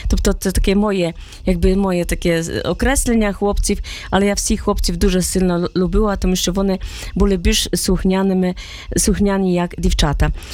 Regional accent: Poland; Ukrainian is a second language; moved away as an adult; now in Ukraine; у нас в Польщі найкраща оцінка 5. Я з Польщі не сказала, що 34 роки в Україні, і тут працювати з дітьми

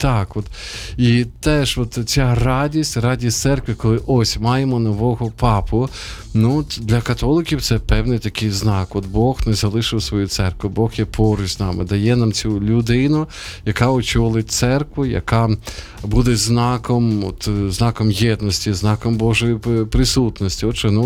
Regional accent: Sumy, Sumy Oblast, Ukraine; moved away; Мої рідні Суми

